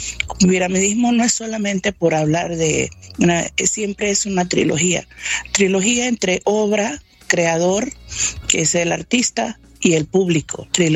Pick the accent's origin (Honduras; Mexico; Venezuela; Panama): Panama; como soy de Panamá